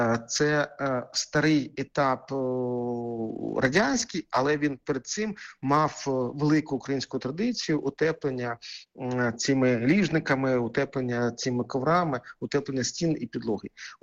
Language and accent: Ukrainian; Kharkiv, Kharkiv Oblast, Ukraine; now in Kyiv, Ukraine; я з Харкова, але живу в Києві.